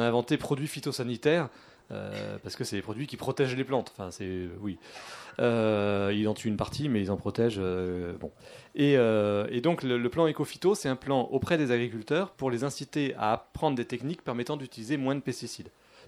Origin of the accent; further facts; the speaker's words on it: Brittany, France; Ça peut être aussi, par exemple, chez moi en Bretagne, les éleveurs laitiers qui sont dans un système dit intensif.